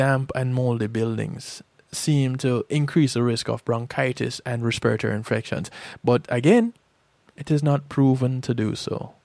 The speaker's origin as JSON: {"language": "English", "country": "Jamaica", "tie": "born or raised there", "moved": "yes", "lives_now": "United States", "said": "I grew up in Jamaica."}